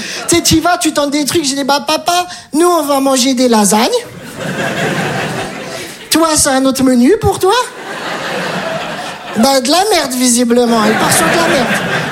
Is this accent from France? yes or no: yes; Metz, Grand Est, France; Je viens de Metz, j'ai tout abandonné.